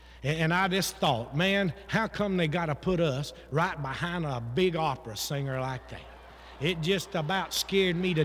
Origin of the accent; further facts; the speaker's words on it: Smyrna, Georgia, United States; We're from Smyrna, Georgia.